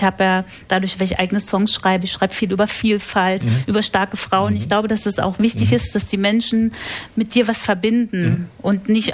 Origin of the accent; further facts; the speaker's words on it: Spremberg, Brandenburg, Germany; Also einmal kann man mich in meiner alten Heimat hören, verbunden mit einem Fantreffen am 10. August in Spremberg.